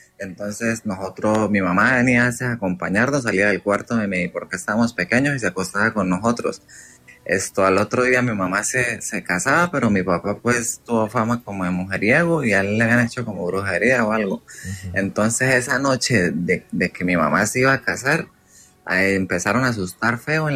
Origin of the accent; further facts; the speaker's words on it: Cúcuta, Norte de Santander, Colombia; also born or lived in Villa Rosario; nosotros nos vinimos de Cúcuta por un mal negocio que mi papá hizo a Villa Rosario